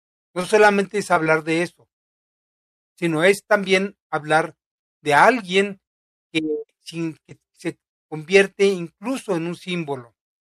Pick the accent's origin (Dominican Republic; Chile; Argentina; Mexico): Mexico; nosotros nacemos mexicanos